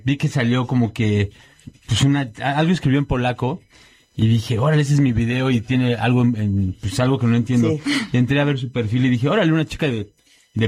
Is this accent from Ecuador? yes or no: no; Mexico; Soy muy expresivo y como mexicanos nos gusta como todo el tiempo como que hacer mucho.